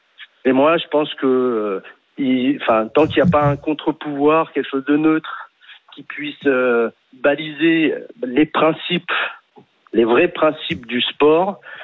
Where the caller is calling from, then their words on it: Brive-la-Gaillarde, Nouvelle-Aquitaine, France; je suis à Brive et je suis golfeur